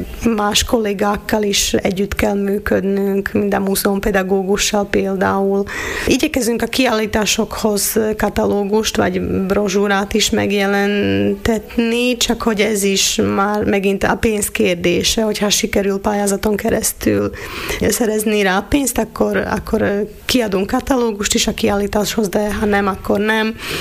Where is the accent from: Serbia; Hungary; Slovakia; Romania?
Slovakia; Lučenec, Banská Bystrica Region; moved away as an adult; Az marad mindig a szülővárosom, úgyhogy mindig, ha visszatérek Losoncra, akkor ott érzem, hogy itt születtem, itt nevelkedtem, itt töltöttem a gyerekkoromát